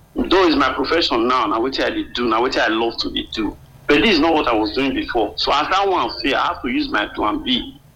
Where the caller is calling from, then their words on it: Edo, Nigeria; I'm an indigenous of this state, I'm from Edo State, we are Dupataki.